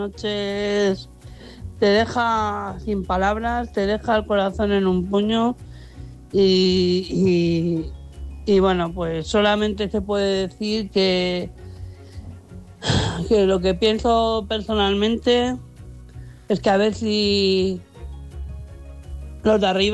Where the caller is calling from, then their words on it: Madrid, Community of Madrid, Spain; de Madrid.